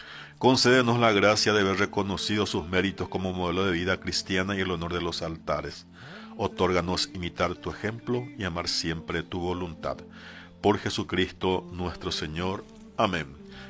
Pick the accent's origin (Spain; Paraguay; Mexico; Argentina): Paraguay